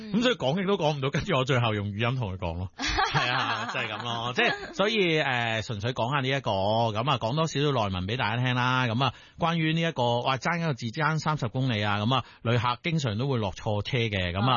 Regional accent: Hong Kong; 我哋香港人普通。通话就唔太灵光噶嘛，普遍都咁啊。

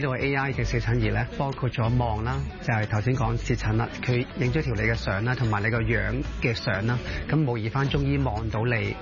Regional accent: Hong Kong; 因为我哋香港人咧就生活急促啦

